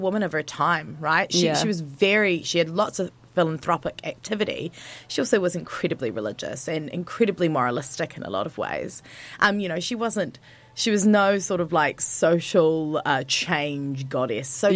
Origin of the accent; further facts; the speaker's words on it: Dunedin, Otago, New Zealand; moved away; I grew up in Dunedin and did a lot of dance.